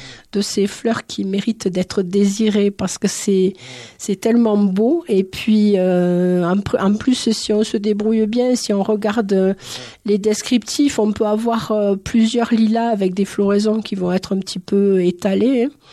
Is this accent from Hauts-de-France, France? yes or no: no; Nîmes, Occitanie, France; je suis originaire de Nîmes, voilà, dans le Gard.